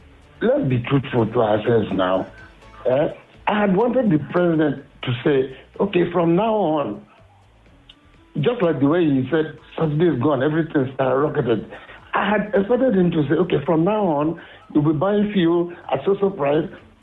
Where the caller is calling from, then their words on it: Awoya, Nigeria; I'm calling from Awoya.